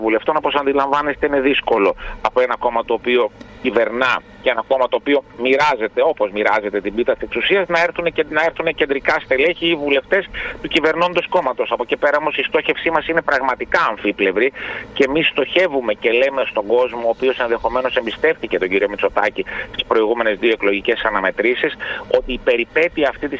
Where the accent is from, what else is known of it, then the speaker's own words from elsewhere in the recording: Thessaloniki, Central Macedonia, Greece; Εγώ, όπως ίσως γνωρίζετε, είμαι Θεσσαλονικιός, έζησα όλη τη ζωή μου στην Θεσσαλονίκη και μάλιστα σε διάφορες περιοχές της Θεσσαλονίκης και ανατολικά και δυτικά.